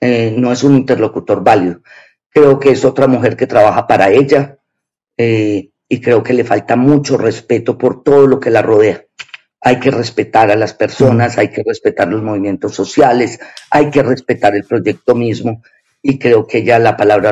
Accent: Antioquia, Colombia; Lo primero, yo no soy paisa. Quiero dejarlo claro. Yo soy antioqueña.

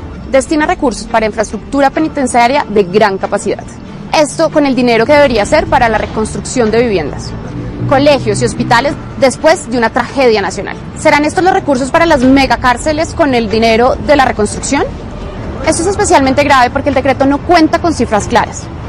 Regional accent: Colombia; quienes terminaremos pagando somos todos los colombianos.

